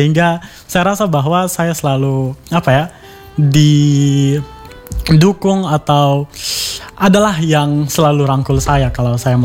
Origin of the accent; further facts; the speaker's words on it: Waingapu, East Nusa Tenggara, Indonesia; now in Kupang, Indonesia; Saya mahasiswa ilmu komunikasi Universitas Nusa Cendana. Dan saya berasal dari Kabupaten Sumba Timur, tepatnya di Kota Waingapu.